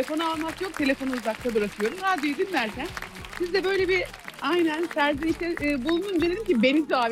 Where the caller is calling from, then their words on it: Izmir, İzmir, Turkey; İzmir Buca'dan arıyorum.